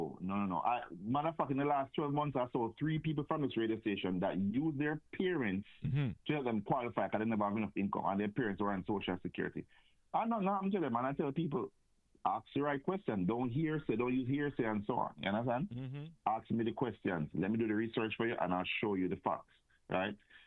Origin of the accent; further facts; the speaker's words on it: Jamaica; now in United States; like me basically I'm Jamaican, but me just there for it.